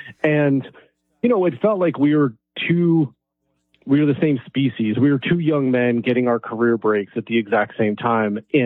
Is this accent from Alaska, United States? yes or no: yes; Alaska, United States; Like, I grew up in Alaska.